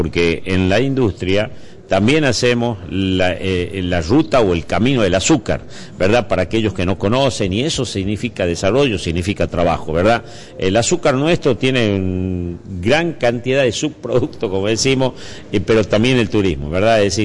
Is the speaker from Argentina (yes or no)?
yes; Tucumán, Argentina; nos hace sentir orgullosos como tucumanos